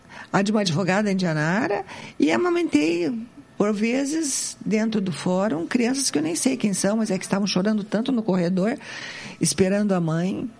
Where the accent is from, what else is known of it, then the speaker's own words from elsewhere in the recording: Londrina, Paraná, Brazil; Eu sou um legítimo pé vermelho. Eu sou nascida e criada em Londrina.